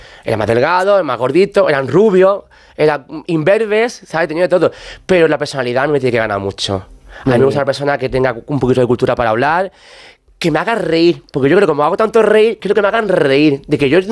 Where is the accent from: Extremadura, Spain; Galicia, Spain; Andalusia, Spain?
Andalusia, Spain; Alcalá de los Gazules; yo vivía entonces aún en mi pueblo, en Alcalá de los Gazules